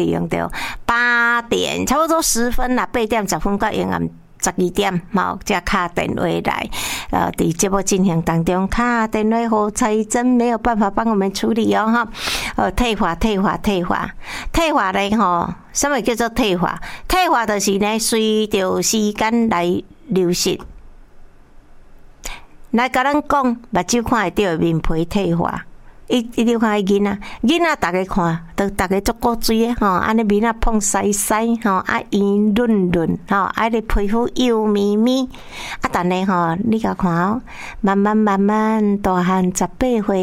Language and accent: Chinese; Pingtung County, Taiwan; 那我们屏东哈，因为我是屏东人啊